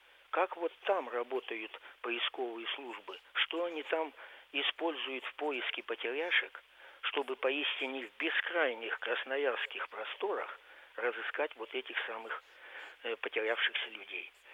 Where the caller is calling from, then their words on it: Vologda Oblast, Russia